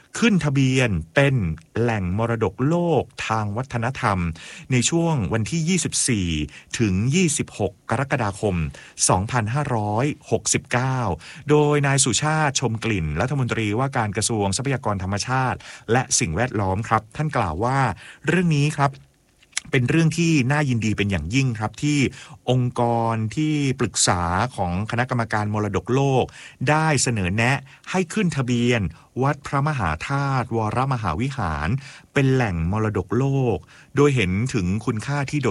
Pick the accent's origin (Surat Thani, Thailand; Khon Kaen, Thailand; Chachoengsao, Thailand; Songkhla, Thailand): Songkhla, Thailand; born there; มันอยู่ที่จังหวัดสงขลาบ้านเกิดแล้วก็ไปกราบบ่อยครั้งเลยทีเดียวนะครับ